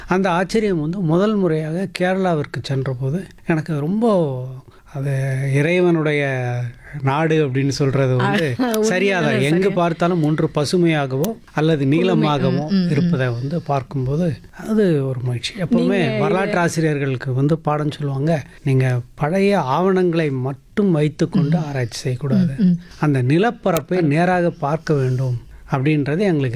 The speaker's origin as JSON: {"language": "Tamil", "town": "Chennai", "region": "Tamil Nadu", "country": "India", "tie": "born or raised there", "said": "நான் சென்னையில தான் முழுக்க வளர்ந்தேன். 6-7 வயதாக இருக்கும்போது அந்த வண்ணாரப்பேட்டை பகுதியில இருந்து, ரொம்ப வட சென்னையில் இருக்கக்கூடிய ரொம்ப நெரிசலான பகுதி"}